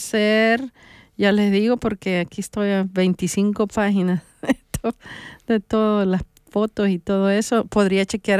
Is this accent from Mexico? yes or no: no; El Salvador; pues no solo de El Salvador, pero bueno, siendo salvadoreña, yo quisiera tener algo salvadoreño